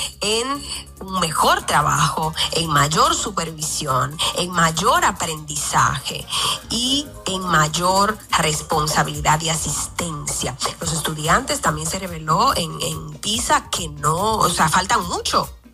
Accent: Dominican Republic; Son tantas las cosas que me enorgullecen como dominicana

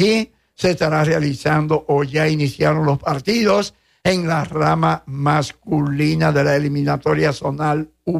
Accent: Dominican Republic; nosotros somos dominicanos, somos La Española

